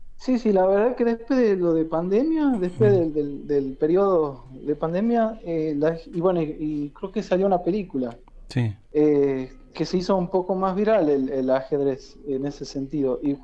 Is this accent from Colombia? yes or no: no; La Rioja, Argentina; moved away; de donde yo soy, que de La Rioja